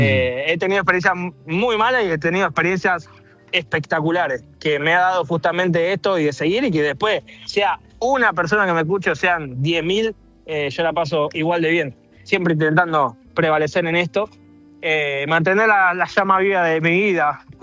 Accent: Argentina; moved away; somos muchos argentinos

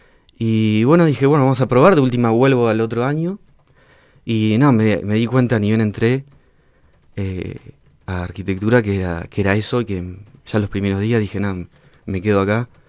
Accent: Bahía Blanca, Buenos Aires Province, Argentina; Soy de acá, sí, sí.

